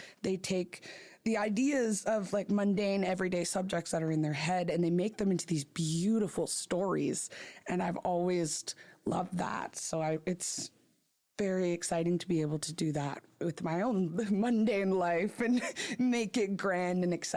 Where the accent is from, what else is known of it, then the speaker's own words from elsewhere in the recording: Prince George, British Columbia, Canada; I'm from Prince George, Tsleil-Waututh'en Nation.